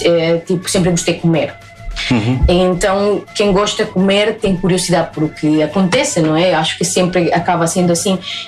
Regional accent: Pucallpa, Ucayali, Peru

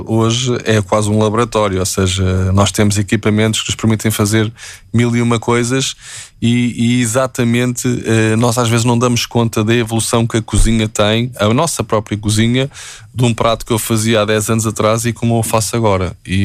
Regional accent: Portugal

